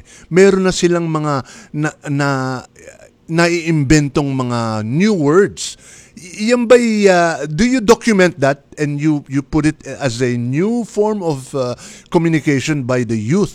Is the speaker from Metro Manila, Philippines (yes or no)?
yes; Pasay, Metro Manila, Philippines; when I was growing up sa Pasay City